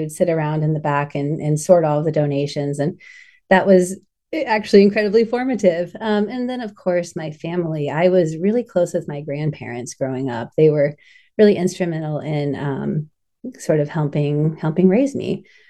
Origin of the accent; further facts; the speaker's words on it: Appalachia, United States; So I grew up in Appalachia in a college town.